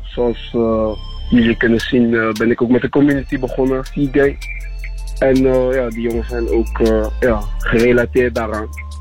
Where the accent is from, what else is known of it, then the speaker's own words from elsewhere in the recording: Nijmegen, Gelderland, Netherlands; vanuit waar ik vandaan kom, Nijmegen